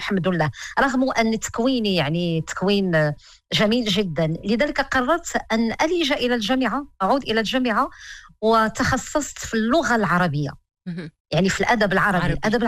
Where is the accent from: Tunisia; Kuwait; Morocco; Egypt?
Morocco; accent: Moroccan; وأحرص على أن أتحدث باللهجة المغربية الراقية الجميلة اللي إحنا كنعرفوها كاملين كمغاربة